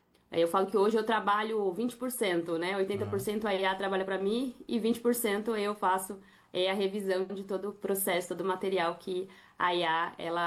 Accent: São Paulo, Brazil

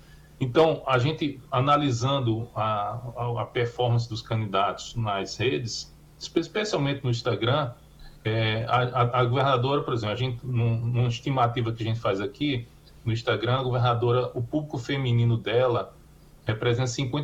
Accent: Arcoverde, Pernambuco, Brazil; moved away as an adult; now in São Paulo, Brazil; Sou pernambucano, pernambucano de Arco Verde.

